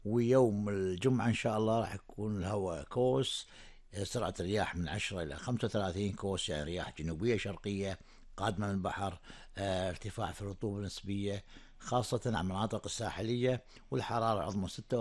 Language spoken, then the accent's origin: Arabic; Kuwait; فللأسف هنا عندنا بالكويت